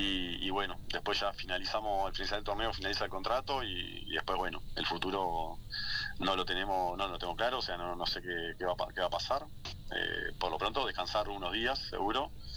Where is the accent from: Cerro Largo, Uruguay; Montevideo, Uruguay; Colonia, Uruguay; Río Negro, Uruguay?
Montevideo, Uruguay; yo salí de Montevideo, también arranqué en Montevideo como entrenador